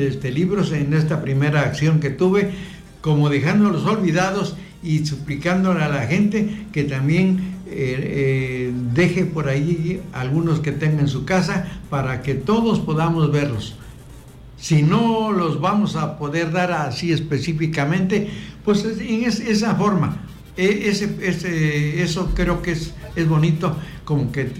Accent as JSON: {"language": "Spanish", "town": "Ocotlán", "country": "Mexico", "tie": "born or raised there", "moved": "yes", "lives_now": "Tuxtepec, Mexico", "said": "ya traía yo desde mi tierra, Ocotlán"}